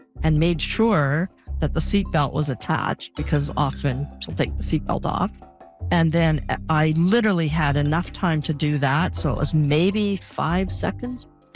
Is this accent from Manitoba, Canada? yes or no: no; Toronto, Ontario, Canada; also born or lived in Montreal; And I'm a Canadian, born in Montreal. Most of my life was in Toronto.